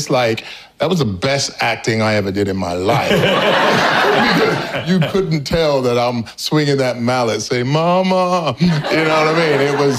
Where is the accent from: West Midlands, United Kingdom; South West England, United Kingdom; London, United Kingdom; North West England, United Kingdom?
London, United Kingdom; I'm from London.